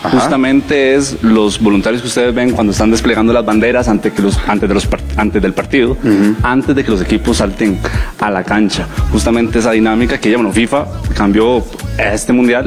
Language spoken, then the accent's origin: Spanish; Alajuela, Costa Rica; Soy de Alajuela.